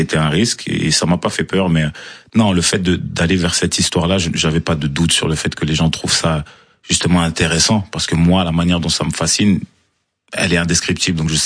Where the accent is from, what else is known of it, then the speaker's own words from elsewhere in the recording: Marseille, Provence-Alpes-Côte d'Azur, France; born there; Moi, je suis né quand même en 1996, je suis né à Marseille, donc ils arrivent à Paris, à Marseille, je crois